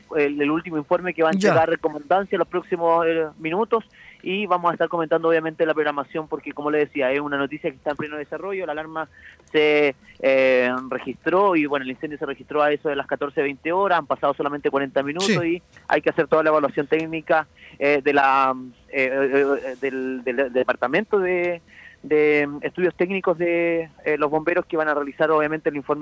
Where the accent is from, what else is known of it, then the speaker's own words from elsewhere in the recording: Quellón, Los Lagos, Chile; somos de Quellón